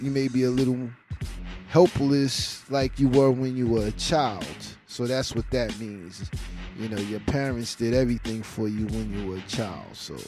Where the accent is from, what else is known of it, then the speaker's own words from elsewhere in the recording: Crown Heights, New York, United States; since I'm from Crown Heights, I want to send a rest in peace and prayers out to a family, young lady.